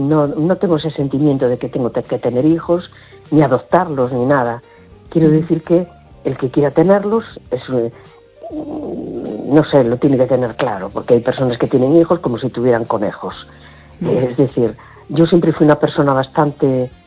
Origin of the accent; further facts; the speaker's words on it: A Coruña, Galicia, Spain; Perdón, ay … de la Coruña.